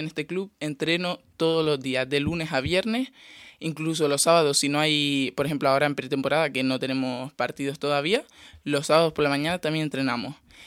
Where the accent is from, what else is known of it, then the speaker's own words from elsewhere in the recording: Teror, Canary Islands, Spain; representar a mi pueblo, Teror.